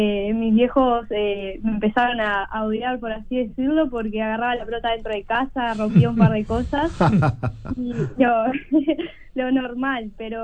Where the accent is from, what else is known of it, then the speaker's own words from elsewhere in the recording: Montevideo, Uruguay; De Jardines, bueno, yo estoy a unas cuadras del estadio de Danubio.